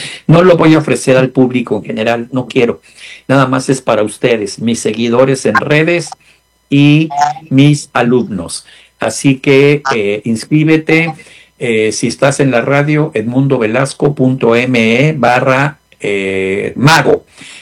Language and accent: Spanish; Mexico; Soy mexicano